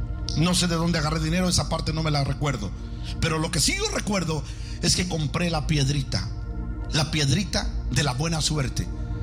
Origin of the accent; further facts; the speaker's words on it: Izúcar de Matamoros, Puebla, Mexico; en el zócalo de mi pueblo, o de la ciudad de Izúcar de Matamoros